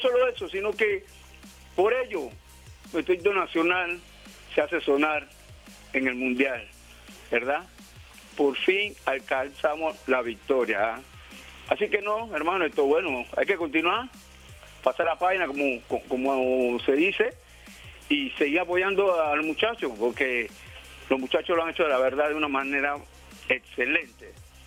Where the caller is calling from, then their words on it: Panamá Oeste, Panama; yo como panameño